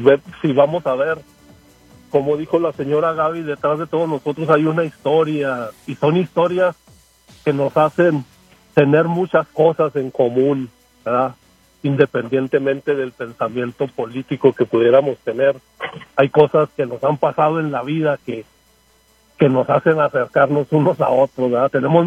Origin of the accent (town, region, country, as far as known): Ciudad Juárez, Chihuahua, Mexico; born there